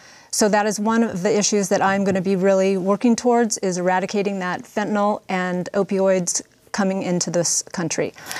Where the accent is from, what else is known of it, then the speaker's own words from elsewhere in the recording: Arizona, United States; I was born in Arizona, right in this 4th district. So I've grown up here, and I know exactly, I've seen the changes over the years.